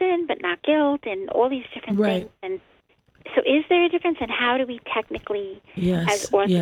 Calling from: New York, United States; I'm in upstate New York.

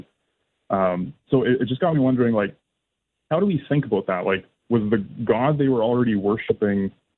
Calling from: Manitoba, Canada; accent: Manitoban; specifically from the Mennonite region of Manitoba

